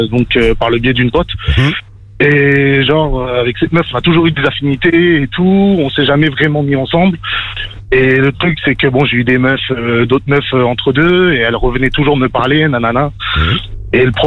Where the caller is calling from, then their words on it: Asnières-sur-Seine, Île-de-France, France; Moi je suis à Asnières-sur-Seine